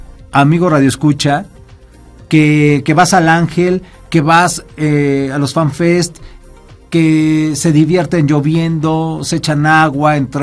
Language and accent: Spanish; Mexico; algo diferente es lo que se nos hace una diferencia a nosotros como mexicanos.